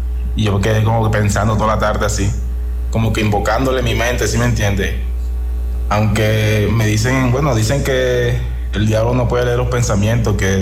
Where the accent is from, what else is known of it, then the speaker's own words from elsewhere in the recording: Fundación, Magdalena, Colombia; also born or lived in Arauca; Yo soy de Fundación Magdalena, pero en ese tiempo me fui a vivir a Arauca, ahí cerca de Venezuela.